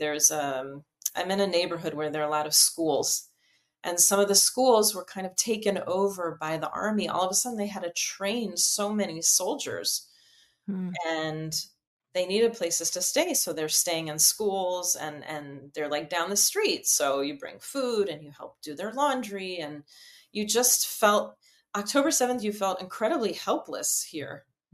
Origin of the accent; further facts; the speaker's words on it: Minnesota, United States; moved away as an adult; now in Israel; I grew up in Minnesota, which is Midwest, which is like a total opposite of Israel as far as just the pace of life and the stress levels.